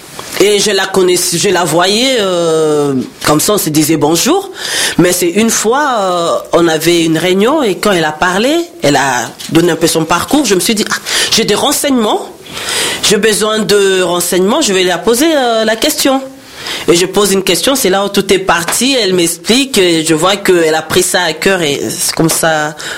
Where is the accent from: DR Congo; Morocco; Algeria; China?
DR Congo; now in France; et je suis mariée, mère de deux filles. Je viens de la RDC, oui, je suis originaire de là-bas et ça va faire 23 ans que je suis en France.